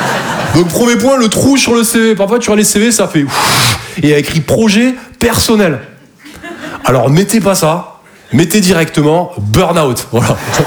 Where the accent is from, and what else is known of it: Toulouse, Occitanie, France; now in Paris, France